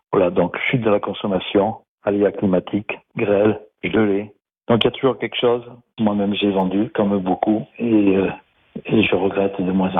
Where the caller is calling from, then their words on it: Bordeaux, Nouvelle-Aquitaine, France; je suis de Bordeaux … j'ai été vigneron 35 ans